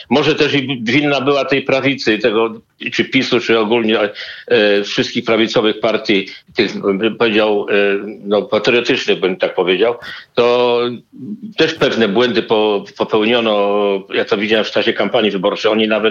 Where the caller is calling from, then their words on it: Greater Poland Voivodeship, Poland; jak kuzyn mojej mamy przebadał to nawet od 1600 któregoś roku w okolicach Poznania, także jestem stąd